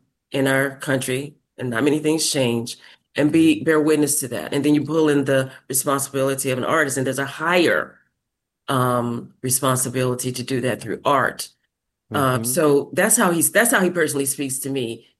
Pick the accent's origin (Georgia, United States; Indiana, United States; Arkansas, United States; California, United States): Arkansas, United States; the sounds, sights that I experienced growing up in Arkansas